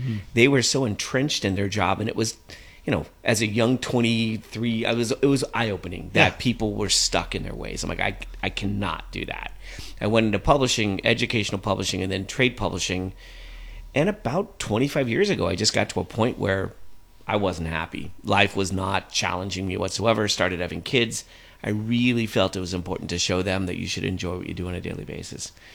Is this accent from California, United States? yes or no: yes; Los Angeles, California, United States; moved away as an adult; now in Santa Ynez Valley, United States; I grew up in the South Bay of L.A., did not grow up in a family that drank wine at all.